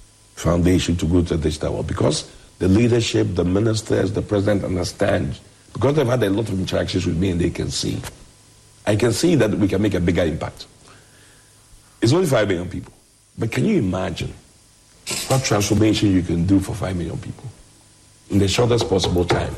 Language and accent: English; Ghana; I don't see myself as only Ghanaian. I see myself as African.